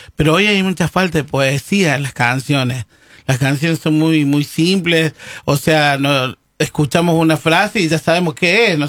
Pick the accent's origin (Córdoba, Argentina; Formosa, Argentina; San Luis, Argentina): Córdoba, Argentina; cordobeses. Estamos como plaga en todos lados. Donde llegamos, no sé, bueno, será por nuestro tono, ¿no? Por nuestra tonadita, pero no nos podemos escapar en ningún lado.